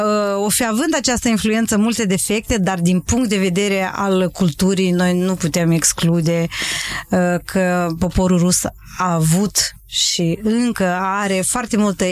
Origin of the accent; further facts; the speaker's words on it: Romania; noi întotdeauna am fost un spațiu, suntem români și punctum